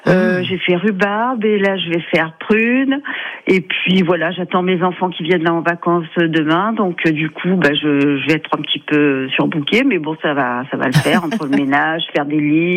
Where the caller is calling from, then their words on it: Saint-Priest-Ligoure, Nouvelle-Aquitaine, France; je vous appelle de Saint-Priest-Ligours. C'est une petite commune entre Nexon et Saint-Thierry, entre Nexon et Saint-Thierry à peu près.